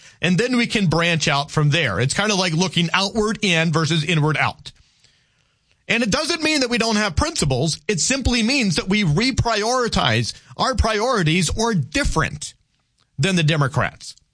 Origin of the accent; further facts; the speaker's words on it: Louisiana, United States; You do remember where I was born and where I grew up, right? You do remember that, yes?